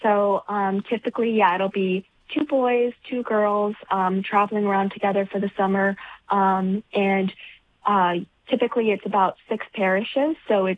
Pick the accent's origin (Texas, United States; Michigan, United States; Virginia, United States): Virginia, United States; Richmond; now in Minnesota, United States; I'm actually originally from Richmond, Virginia, so I'm not from Minnesota.